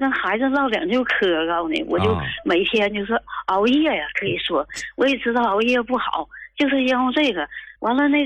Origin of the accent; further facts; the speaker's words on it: Shenyang, Liaoning, China; 我是沈阳的。